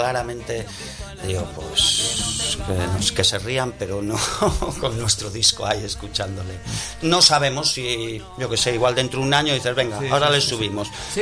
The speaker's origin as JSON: {"language": "Spanish", "town": "Guarnizo", "region": "Cantabria", "country": "Spain", "tie": "born or raised there", "moved": "yes"}